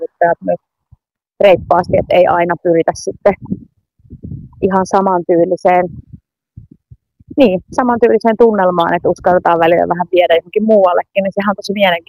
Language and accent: Finnish; Oulu, North Ostrobothnia, Finland; born there; mä olen syntynyt Oulussa.